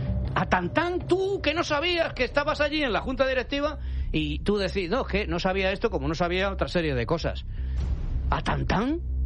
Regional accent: Spain; Por nacimiento, como dice Federico, somos españoles, nacemos españoles y ya todo es nuestro.

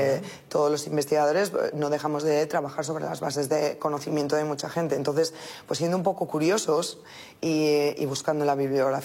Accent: Salamanca, Castile and León, Spain; moved away; yo como charra, además y formada allí

